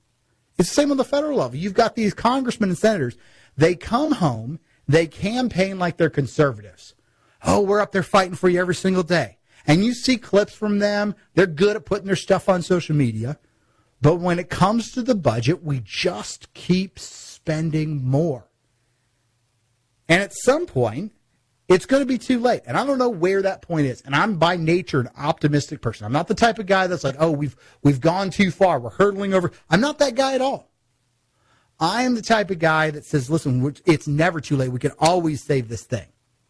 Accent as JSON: {"language": "English", "region": "Missouri", "country": "United States"}